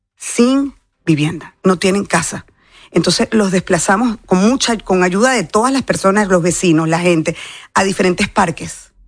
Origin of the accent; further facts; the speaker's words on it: Venezuela; O sea, yo soy venezolana, yo me siento orgullosa de cómo el venezolano hoy está ayudando en centros de acopio